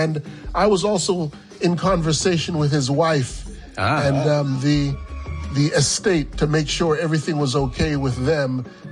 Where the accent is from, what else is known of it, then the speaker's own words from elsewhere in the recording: Jamaica; Growing up in Jamaica and being interested in reggae and sound system culture and dub music … has been a part of my life since my earliest memory.